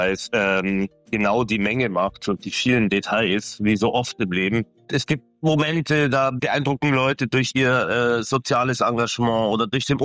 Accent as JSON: {"language": "German", "region": "Bavaria", "country": "Germany", "also_born_or_lived": "Munich", "said": "ich bin ja Bayer und ich habe ja lange in München gelebt"}